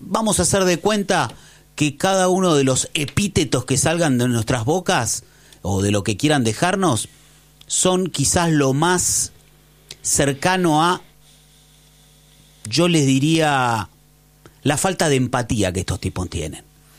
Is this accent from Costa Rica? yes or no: no; Argentina; yo no soy un argentino que ahorra en negro.